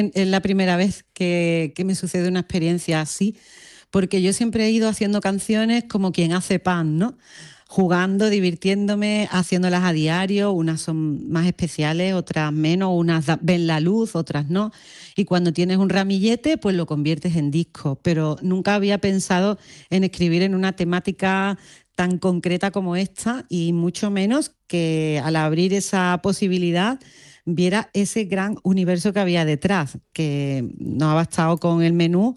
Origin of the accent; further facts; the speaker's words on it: Utrera, Andalusia, Spain; yo vengo de Utrera